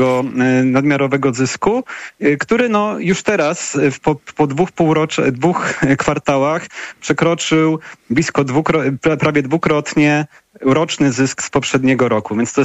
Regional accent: Kraków, Lesser Poland, Poland; gdzie no, ja akurat pochodzę z Krakowa, w tym roku mieliśmy podwyżkę cen biletów, sporo ludzi się przesiadło na samochody.

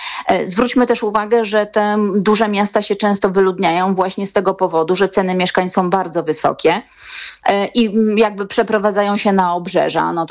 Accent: Kielce, Świętokrzyskie Voivodeship, Poland; ja jestem Kielczanką

